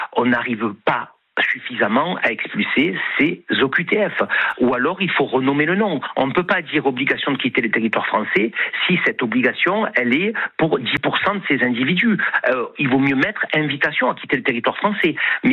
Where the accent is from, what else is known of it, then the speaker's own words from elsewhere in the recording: Marseille, Provence-Alpes-Côte d'Azur, France; moi je suis Marseillais, je vis à Marseille